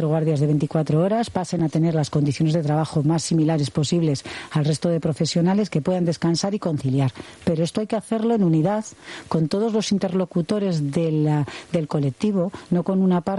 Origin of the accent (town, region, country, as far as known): Basque Country, Spain